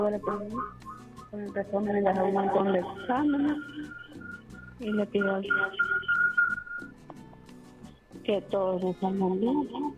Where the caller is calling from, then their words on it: Ahuachapán, El Salvador; Me llamo de Aguachapán.